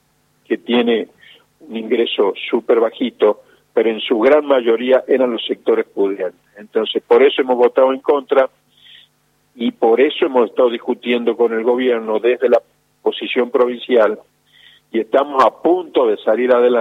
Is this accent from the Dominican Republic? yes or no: no; Salta, Argentina; soy salteño y quiero que Salta viva mejor